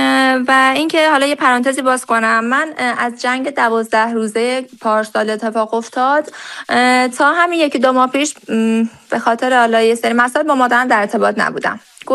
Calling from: Tehran, Tehran Province, Iran; از تهران تماس میگیرم.

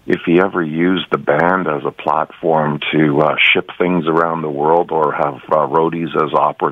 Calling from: Mississauga, Ontario, Canada; I'm from Mississauga.

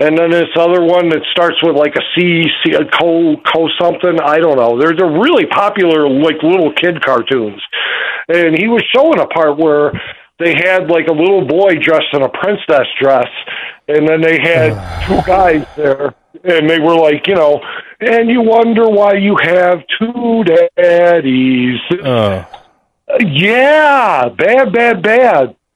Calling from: United States; I'm actually not from Wilmington. I was passing through there one day when I called you. I'm from Mantino.

